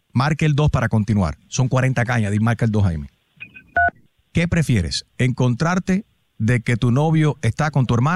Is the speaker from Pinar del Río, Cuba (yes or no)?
yes; Pinar del Río, Cuba; born there; Bueno, yo soy de... Nací en Pinar del Río, pero entonces a mí me llevaron...